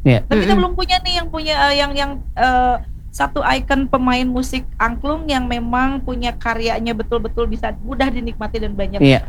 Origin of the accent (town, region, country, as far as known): West Java, Indonesia